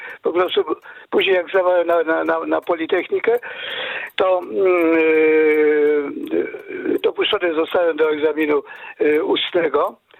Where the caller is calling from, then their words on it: Radom, Masovian Voivodeship, Poland; Ja dzwonię z Radomia.